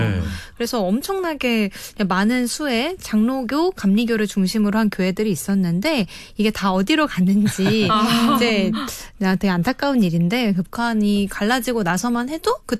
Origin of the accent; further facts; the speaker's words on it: Seoul, South Korea; 서울에서 온